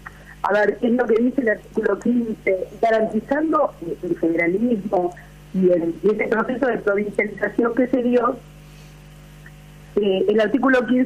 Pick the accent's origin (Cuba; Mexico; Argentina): Argentina; Tucumán; moved away as an adult; now in Tierra del Fuego, Argentina; yo soy tucumana de origen, hace 28 años que vivo en esta provincia